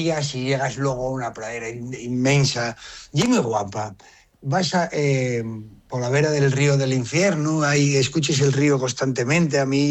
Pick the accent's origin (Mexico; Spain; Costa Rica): Spain; Asturias; born there; Yo te diría también que fuesen a Valle, arriba a La Collada, que ves Picos de Europa, que ves el Sueve, que ves... Pero no quiero que vayan, porque es mi pueblo.